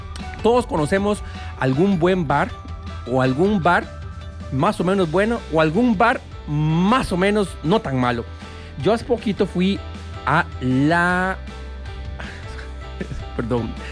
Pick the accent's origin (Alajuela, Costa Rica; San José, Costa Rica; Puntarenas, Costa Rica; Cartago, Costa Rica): Alajuela, Costa Rica; Orotina; born there; mi mamá es de Guanacaste, yo nací en Orotina, pero digamos que de ahí como de rebote soy guanacasteco, parte de mí, 50% guanaco.